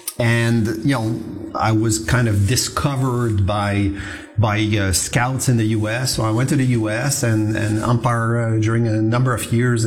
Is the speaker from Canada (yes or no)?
yes; Laval, Quebec, Canada; So I grew up in Laval, Saint-Vincent-de-Paul. You know, Saint-Vincent-de-Paul was very well known because it was the biggest prison in Canada years ago.